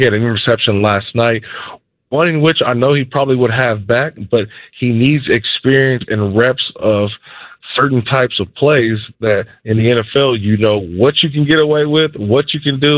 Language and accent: English; Oakland, California, United States; now in Las Vegas, United States; I grew up in Oakland, California, been born and raised a Raider fan, was drafted by the Raiders